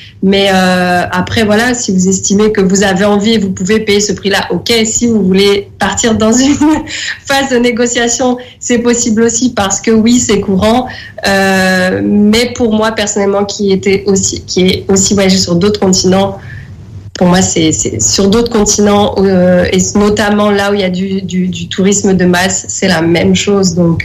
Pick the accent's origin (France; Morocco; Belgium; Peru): Morocco; Donc, en effet, par exemple, moi, je suis marocaine. On dit souvent qu'au Maroc, faut négocier, ça fait partie de la culture, etc.